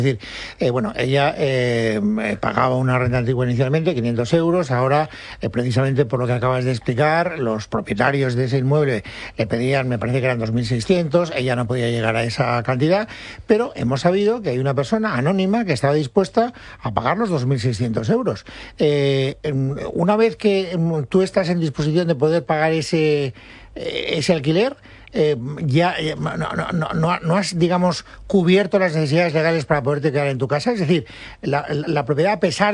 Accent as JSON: {"language": "Spanish", "region": "Valencian Community", "country": "Spain", "said": "Esto ya pues hace que a mí me caiga bien, porque yo soy valenciano."}